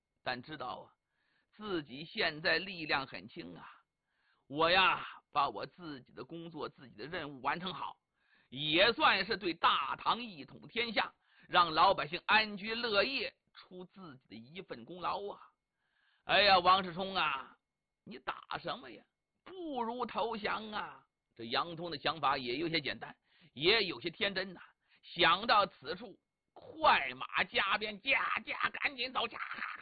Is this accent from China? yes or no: yes; China